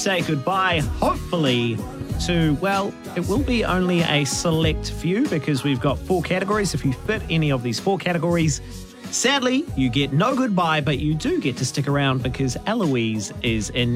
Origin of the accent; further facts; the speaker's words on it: South Auckland, Auckland, New Zealand; Well, although the church that I grew up in South Auckland, it's a very old church, over 200 years old, but they had to get rid of the pews.